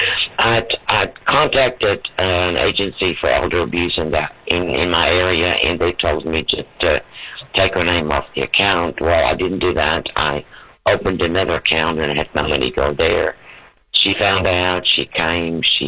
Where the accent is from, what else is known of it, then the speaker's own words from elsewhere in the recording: Germany; I was born and raised in Germany. My husband was from this area. He's passed.